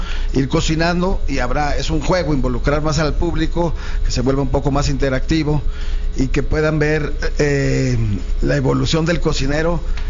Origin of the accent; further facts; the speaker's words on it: Mexico; como mexicanos, la gastronomía mexicana pues tiene un valor cultural